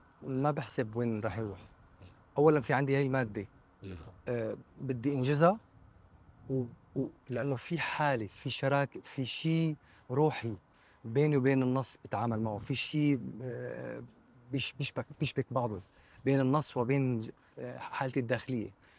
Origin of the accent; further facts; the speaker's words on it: Syria; نحن كسوريين